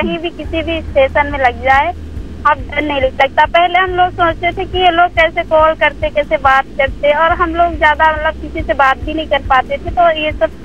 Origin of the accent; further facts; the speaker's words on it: Jagdishpur, Uttar Pradesh, India; मेरा गांव है जगदीशपुर, जो सीवर के पास में पड़ता है, और हमारा जिला रायबरेली है।